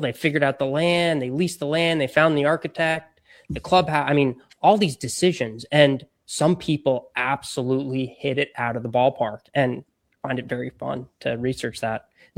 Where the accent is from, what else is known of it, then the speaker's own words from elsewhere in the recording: Florida, United States; also born or lived in Northeast US; But to me, I grew up golfing in Florida and in the South, and it felt a little more manufactured to me.